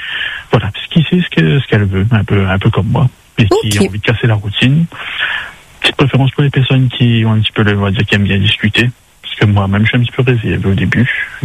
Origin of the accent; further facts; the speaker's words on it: Réunion; comme j'ai dit, je suis du Nord, donc, mais après, je me ferme pas sur les autres secteurs de la Réunion.